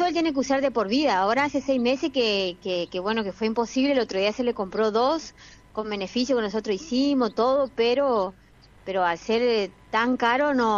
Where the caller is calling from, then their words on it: Quitilipi, Chaco, Argentina; Nosotros somos de Quitilipi, Chaco.